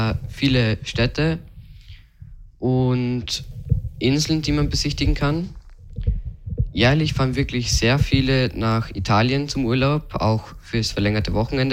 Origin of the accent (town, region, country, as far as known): Austria